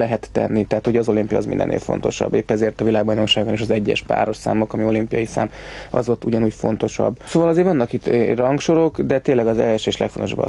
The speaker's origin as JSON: {"language": "Hungarian", "region": "Budapest", "country": "Hungary", "tie": "born there", "said": "Pesten születtem, ott is lakom"}